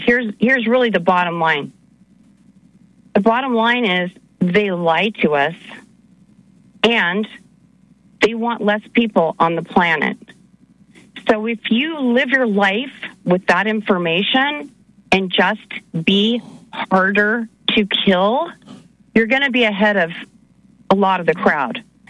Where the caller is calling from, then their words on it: San Diego County, California, United States; from California, and more specifically, San Diego County.